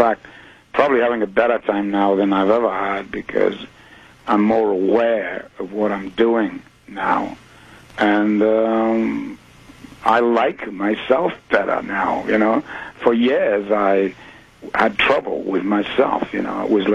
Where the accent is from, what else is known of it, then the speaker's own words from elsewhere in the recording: Newcastle, North East England, United Kingdom; It was a conglomeration of several bands that were in playing in my hometown, Newcastle.